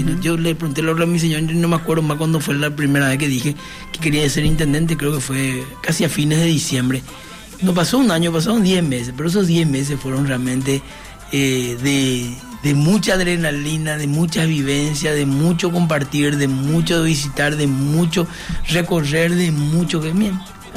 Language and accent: Spanish; Encarnación, Itapúa, Paraguay; yo nací en Encarnación, siempre digo eso, para mí es una virtud.